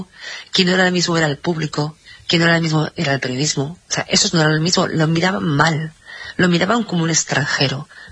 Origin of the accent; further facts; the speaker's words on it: Spain; Y yo soy española, no soy argentina.